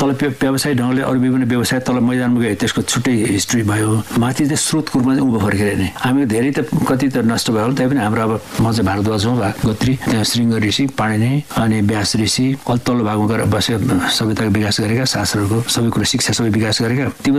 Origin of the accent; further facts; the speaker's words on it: Bhojpur, Koshi Province, Nepal; अलिक पूर्व अझैतिर मेरो घर भोजपुर हो, अझै उता गएर सभा पोखरी, साल्पा पोखरी, यस्तो अनेक प्रकार पोखरीहरू छन्